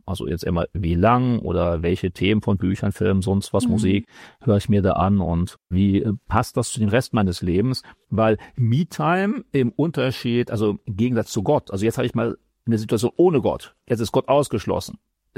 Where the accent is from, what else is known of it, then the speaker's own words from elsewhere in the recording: Germany; dass wir so als Deutsche da so ein bisschen sogar stärker das haben